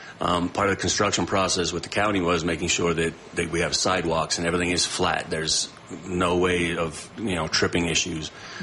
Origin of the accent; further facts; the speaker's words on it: Leadville, Colorado, United States; growing up in Leadville, we have the quick draw competitions.